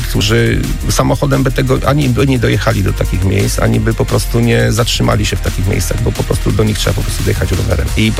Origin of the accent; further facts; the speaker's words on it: Warsaw, Masovian Voivodeship, Poland; Ja mówię, poznałem ten teren jako warszawiak, ale ja nie byłem na południowym Mazowszu.